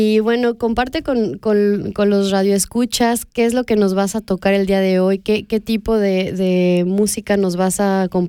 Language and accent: Spanish; Mexico; yo no soy de Colombia, soy mexicana